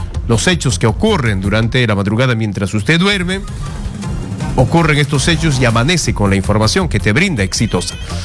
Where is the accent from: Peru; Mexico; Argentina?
Peru